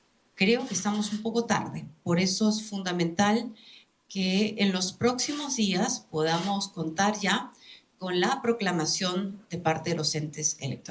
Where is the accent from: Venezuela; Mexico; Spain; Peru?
Peru